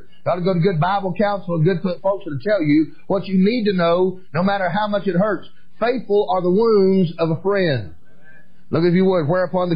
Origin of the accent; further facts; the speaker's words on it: Atlanta, Georgia, United States; we're from Atlanta. I love the Atlanta Braves, and we're big Braves fans down there